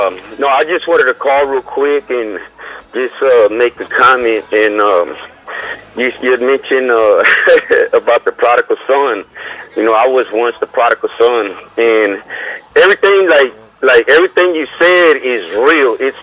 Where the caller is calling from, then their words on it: Houston, Texas, United States; I'm calling from Houston. And by the way